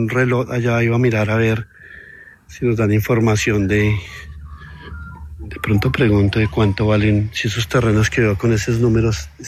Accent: Bogotá, Colombia; now in Australia; yo soy de Bogotá, entonces me encanta el frío.

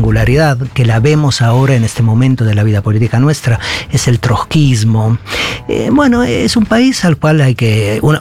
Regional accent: Calabria, Italy; now in Argentina; Sí, nací en Italia, pero me equivoqué. Hubiera tenido que nacer en Cava, en Buenos Aires.

